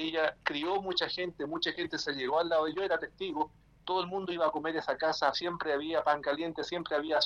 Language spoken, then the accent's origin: Spanish; Los Lagos, Los Ríos, Chile; now in Chiloé, Chile; Y estar llamando a mi pueblo querido Los Lagos, por el cual tengo un profundo arraigo.